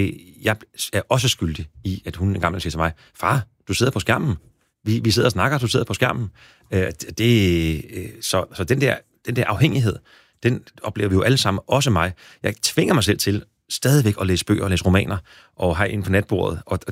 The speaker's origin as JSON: {"language": "Danish", "town": "Næstved", "region": "Zealand", "country": "Denmark", "tie": "born or raised there", "said": "da jeg var blevet konfirmeret, købte jeg et brugt stereoanlæg der hjemme på Kildemarksvej i Næstved."}